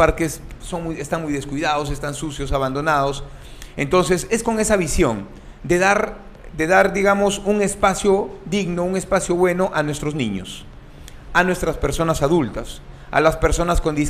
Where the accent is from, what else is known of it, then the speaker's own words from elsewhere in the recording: Piura, Peru; Aquí yo soy un piurano neto, un piurano de pura cepa. Nací y crecí aquí en Piura. No, entonces conozco mi realidad, Jimmy. Vengo de un asentamiento humano Pachitea